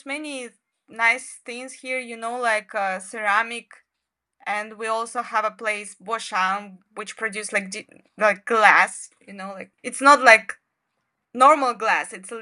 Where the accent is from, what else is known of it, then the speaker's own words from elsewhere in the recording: Kazakhstan; English is a second language; But I'm from Kazakhstan and I really like Shandong because I can see the sea. Because in Kazakhstan, you know, there is no sea.